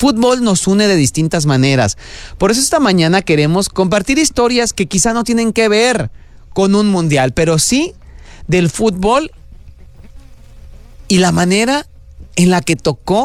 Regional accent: Mexico; está sucediendo en nuestra ciudad, nuestro país, en este caso somos mexicanos

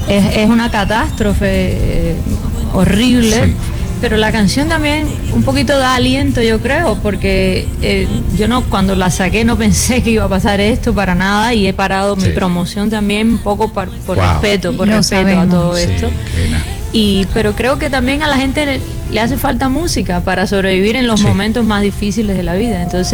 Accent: Cuba; moved away; yo como exiliada cubana

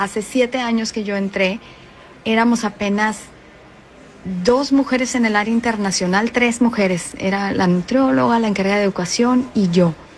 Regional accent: Mexico

